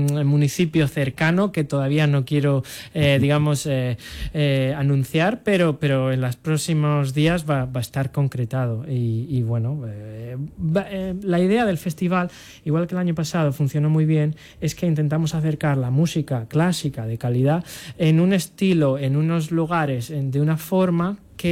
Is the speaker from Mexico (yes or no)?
no; Almería, Andalusia, Spain; Entonces yo quise aprovechar el año pasado, que soy de Almería, mi familia de aquí, que siempre intento venir lo máximo posible